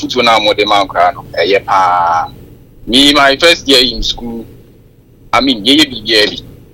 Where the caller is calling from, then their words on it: Kumasi, Ashanti, Ghana; I'm calling from Asokwa.